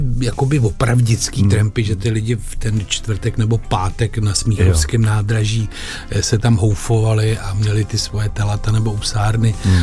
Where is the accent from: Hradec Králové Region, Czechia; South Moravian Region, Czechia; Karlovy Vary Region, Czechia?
South Moravian Region, Czechia; Topolany; my jsme od Vyškova kousek z Topolen z takového hospodářství